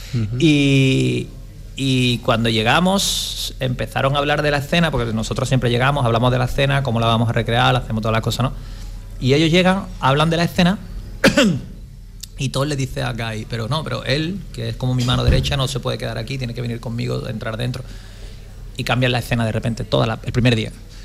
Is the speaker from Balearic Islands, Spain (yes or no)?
no; Cádiz, Andalusia, Spain; Y le dije que soy de Cádiz.